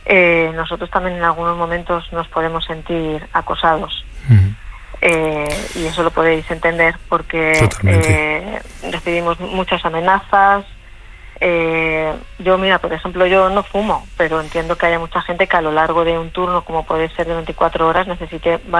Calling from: Madrid, Community of Madrid, Spain; soy de Madrid, pero en estos momentos estoy de vacaciones en el Mediterráneo.

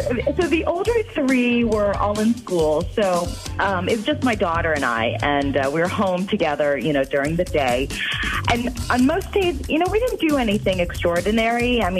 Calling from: Madison, Wisconsin, United States; I'm from Madison.

